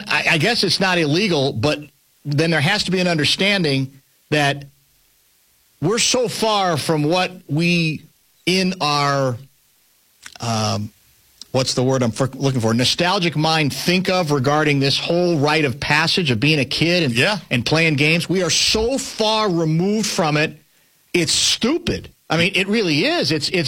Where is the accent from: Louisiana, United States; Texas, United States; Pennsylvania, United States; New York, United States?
Texas, United States; I'm from Texas.